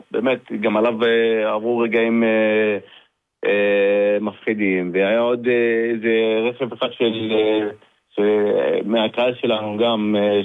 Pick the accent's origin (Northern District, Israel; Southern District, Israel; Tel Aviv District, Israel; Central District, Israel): Central District, Israel; Netanya; אני אגיד לך את זה מזה, אני גדלתי והתחנכתי בנתניה, כאילו מכיתה זין עד כיתה י' ב' הייתי בפנימיית... באורט